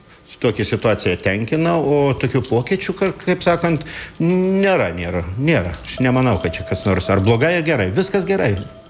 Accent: Skuodas, Klaipėda County, Lithuania; aš iš Skuodo

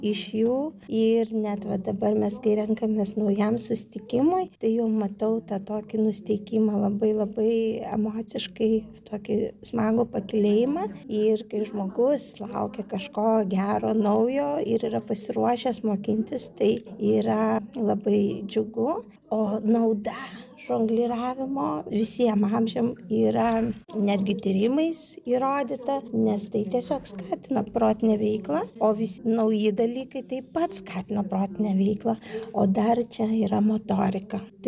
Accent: Kaunas, Kaunas County, Lithuania; nors esame iš Kauno, o dirbtuvės vyksta Tauragėj.

